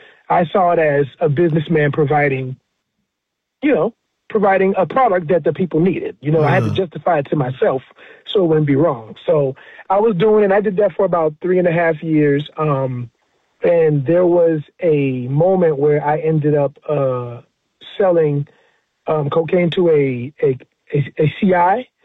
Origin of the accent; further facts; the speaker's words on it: Miami, Florida, United States; born there; So I was I'm Haitian descendant. Both my parents are Haitian. I was born in Miami, Florida.